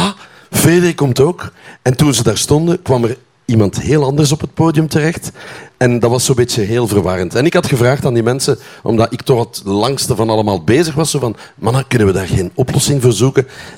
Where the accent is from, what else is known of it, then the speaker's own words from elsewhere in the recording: Hoegaarden, Flemish Brabant, Belgium; dan komen we van Hoegaarden.